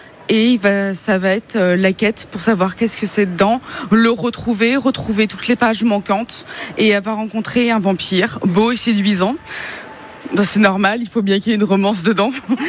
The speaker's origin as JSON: {"language": "French", "town": "Tours", "region": "Centre-Val de Loire", "country": "France", "said": "je suis de Tours et je vais vous parler du grimoire perdu des sortilèges."}